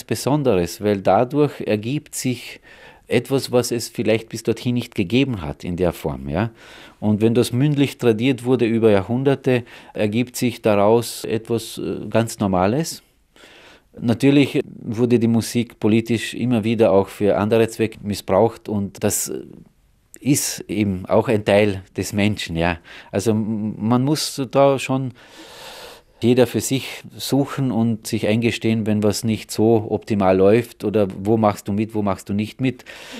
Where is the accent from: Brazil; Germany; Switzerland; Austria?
Austria; Carinthia; Also als Kärntner Slowene, geboren 65